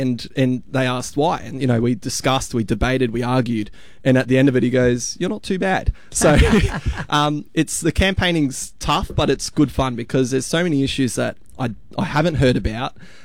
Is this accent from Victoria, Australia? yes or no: yes; Werribee, Victoria, Australia; so born and bred Werribee local, so I know exactly what we have to deal with on a daily basis. So I grew up in Hobbs Crossing, just near Bellbridge Primary School.